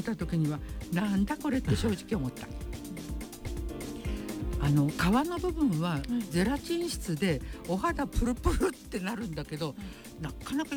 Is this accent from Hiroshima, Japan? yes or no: yes; Hiroshima, Japan; also born or lived in Aizu; now in Ibaraki, Japan; あの広島で育ってるから、